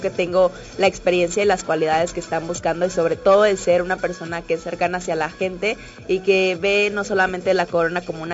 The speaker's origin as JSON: {"language": "Spanish", "town": "Tuxtla Gutiérrez", "region": "Chiapas", "country": "Mexico", "said": "Yo soy chiapaneca 100%."}